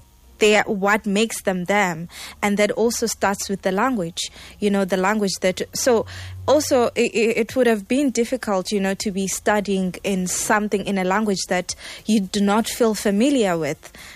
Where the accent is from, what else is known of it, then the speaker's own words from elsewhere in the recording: South Africa; first language Xhosa; my mother tongue, which is isiXhosa. And I'm genuinely grateful for that, because standing here, I can speak to you in my vernac